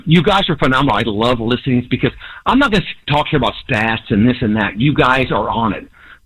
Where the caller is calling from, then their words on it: Tampa, Florida, United States; from South Tampa.